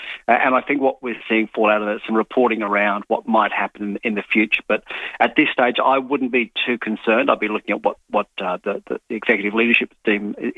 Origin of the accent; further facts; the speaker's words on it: Adelaide, South Australia, Australia; So I grew up in Adelaide. I remember going to John Martin's.